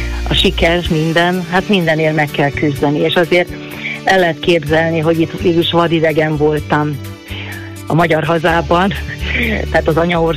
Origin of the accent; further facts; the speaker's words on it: Hungary; accent: Palóc; eleve tájszólással beszéltem, nagyon nehezen szólaltam meg az egyetemre, és mindig megmosolyogták a kiejtésemet